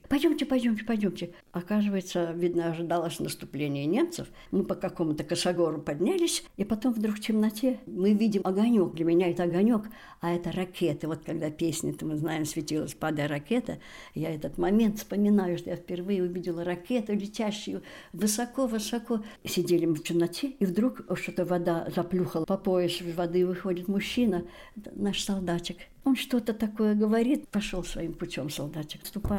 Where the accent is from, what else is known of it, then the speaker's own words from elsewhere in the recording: Moscow, Russia; born there; also born or lived in Pogoreloye Gorodishche; Родилась в Москве в 1936 году, Краснопресненский район Москвы, улица 905 года. Мы на этой улице жили. 5 лет было мне, когда война началась.